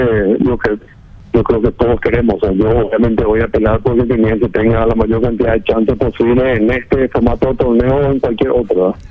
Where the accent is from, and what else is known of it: Paraguay